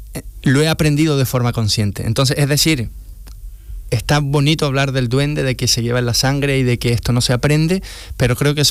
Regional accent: Chile; yo como chileno y Encarna como una flamenca de cuna

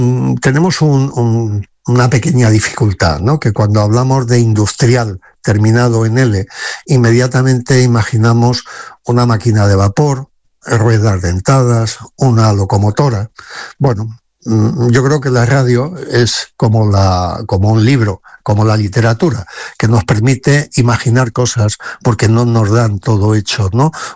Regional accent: Andalusia, Spain; reconocernos como andaluces con una dimensión diferente

